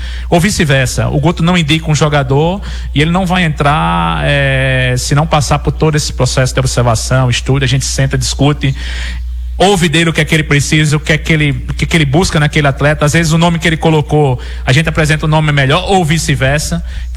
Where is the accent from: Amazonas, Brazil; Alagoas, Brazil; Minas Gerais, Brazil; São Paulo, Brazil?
Alagoas, Brazil; eu sou alagoano